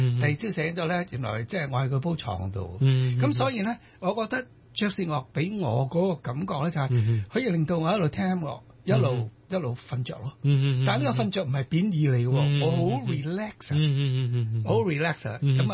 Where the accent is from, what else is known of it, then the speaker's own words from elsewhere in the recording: Chaozhou, Guangdong, China; 我是潮州人。我係潮州人。